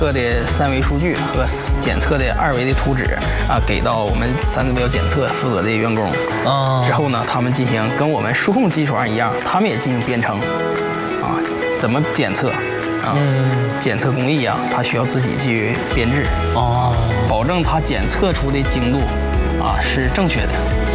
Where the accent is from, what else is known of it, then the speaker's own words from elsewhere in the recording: China; 外国人能做的，咱中国人一定能做，而且还可以做得更好。